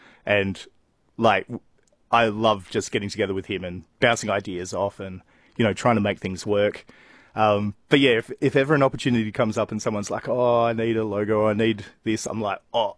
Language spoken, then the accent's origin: English; Western Australia, Australia; I grew up in the southwest of WA, so I'm an Aussie Rules fan, more so than a rugby fan.